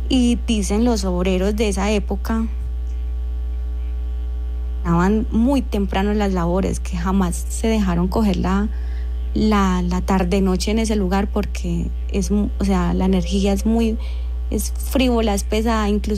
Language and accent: Spanish; San Andrés and Providencia, Colombia; Pero a nosotros los nativos nos ha tocado una historia más bien fuerte